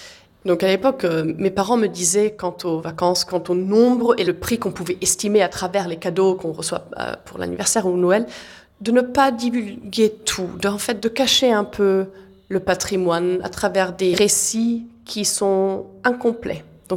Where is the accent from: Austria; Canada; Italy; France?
Austria; Vienna; J'ai 33 ans, j'habite à Vienne, j'ai toujours habité à Vienne